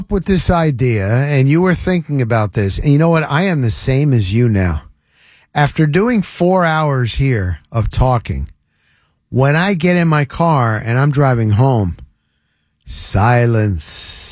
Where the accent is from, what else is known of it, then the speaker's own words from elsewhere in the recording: New Jersey, United States; Believe it or not, even though I'm originally from Jersey, I had never been to Long Beach Island.